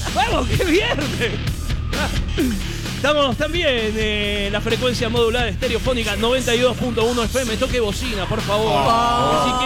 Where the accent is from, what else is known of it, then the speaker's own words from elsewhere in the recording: Uruguay; Soy uruguayo, soy medio Scarface, ¿viste?